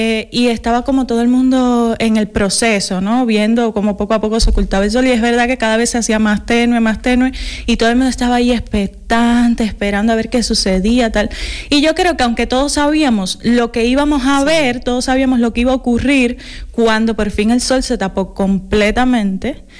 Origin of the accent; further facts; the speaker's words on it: Guantánamo, Cuba; moved away; en la ciudad donde yo vivía, yo soy de Guantánamo